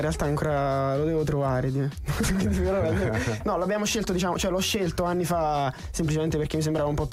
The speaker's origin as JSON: {"language": "Italian", "town": "Isernia", "region": "Molise", "country": "Italy", "said": "Beh, diciamo che partire da Isernia, che è una piccola cittadina del Molise"}